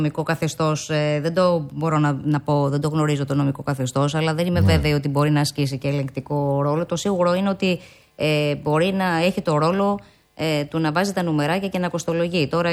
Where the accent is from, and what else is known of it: Greece